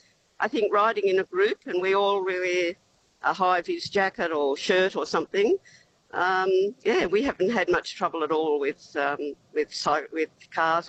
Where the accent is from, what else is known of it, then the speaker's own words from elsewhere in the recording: Kendal, New South Wales, Australia; because there's not many bike paths around Kendal, we're both from Kendal, we've joined the group from Port Macquarie